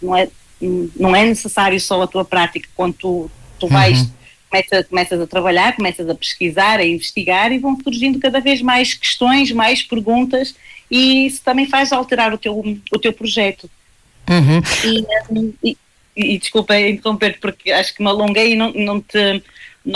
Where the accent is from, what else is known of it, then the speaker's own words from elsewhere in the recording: Vila Nova de Famalicão, Norte, Portugal; eu sou de Vila Nova de Famalicão, ou seja, de muito perto de Braga